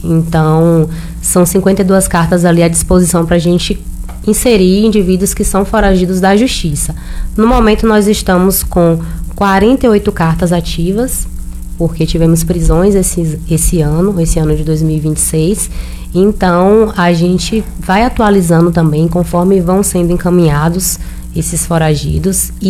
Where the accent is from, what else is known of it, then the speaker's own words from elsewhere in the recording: Feira de Santana, Bahia, Brazil; Feira de Santana, sou de Feira de Santana